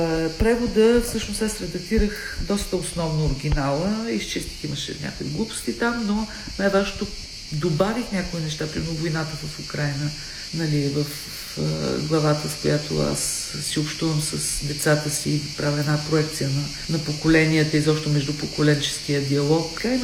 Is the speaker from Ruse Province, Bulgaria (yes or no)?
no; Lom, Montana Province, Bulgaria; moved away; родния ми град Лом